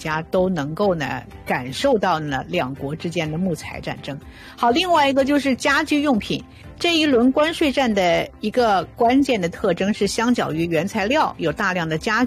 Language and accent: Chinese; Canada